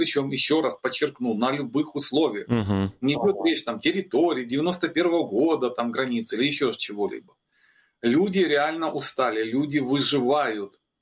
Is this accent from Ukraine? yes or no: yes; Kyiv, Ukraine; Как киевлянин